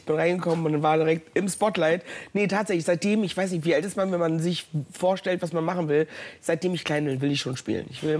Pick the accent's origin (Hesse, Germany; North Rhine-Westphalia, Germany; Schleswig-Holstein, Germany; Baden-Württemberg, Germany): North Rhine-Westphalia, Germany; born or raised there; also born or lived in Ghana